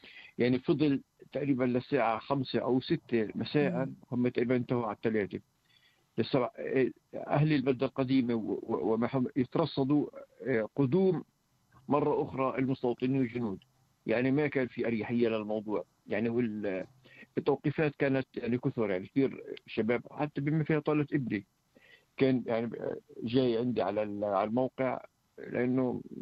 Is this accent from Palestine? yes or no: yes; Hebron, Hebron Governorate, Palestine; بالنسبه لنا كفلسطينيين وكخلايلة